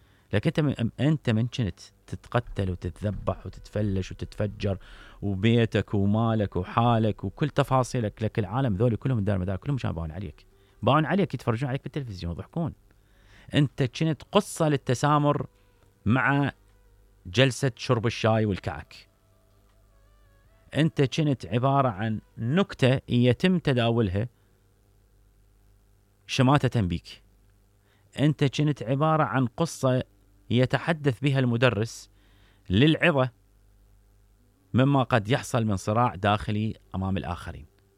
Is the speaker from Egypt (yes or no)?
no; Iraq; انا مواطن عراقي